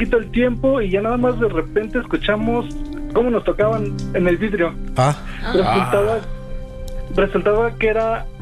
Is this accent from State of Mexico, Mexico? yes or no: yes; Chimalhuacán, State of Mexico, Mexico